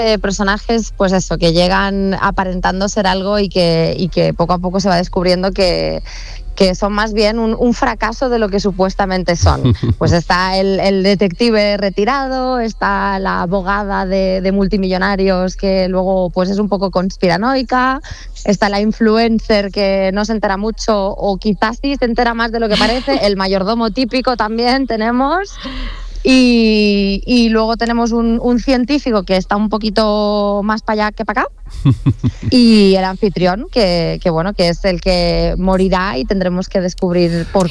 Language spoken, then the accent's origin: Spanish; Baza, Andalusia, Spain; born there; Yo nací en Granada, en Baza.